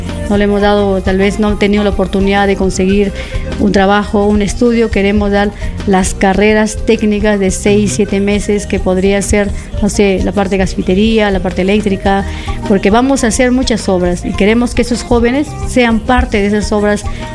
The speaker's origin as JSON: {"language": "Spanish", "town": "Huanta", "region": "Ayacucho", "country": "Peru", "said": "no porque soy de Huanta"}